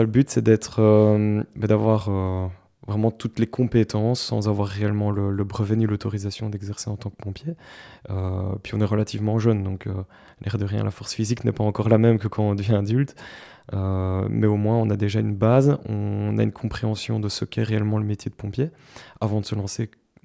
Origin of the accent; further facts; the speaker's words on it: Dinant, Wallonia, Belgium; Alors moi, je proviens de la région de Dinan. Dans un petit village en pleine campagne, du petit village d'Awagne, à proximité donc de Dinan, effectivement.